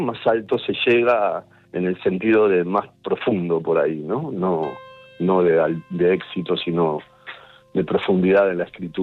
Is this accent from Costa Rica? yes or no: no; Argentina; soy escritor, soy argentino. Tengo 61 años